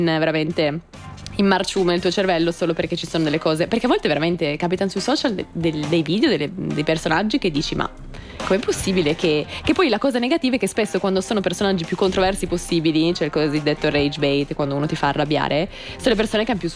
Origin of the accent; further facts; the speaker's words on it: Asti, Piedmont, Italy; moved away as an adult; now in Milan, Italy; io in realtà sono originaria di Asti